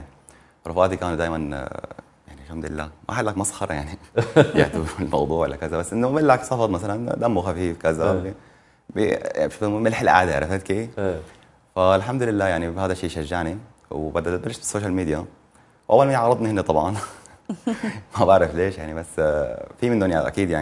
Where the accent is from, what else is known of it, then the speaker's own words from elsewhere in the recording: Syria; also born or lived in Egypt; now in Germany; بس هو صفد يعني هي مدينتنا بفلسطين الأصل. أنا سوري فلسطين الأصل الحمد لله.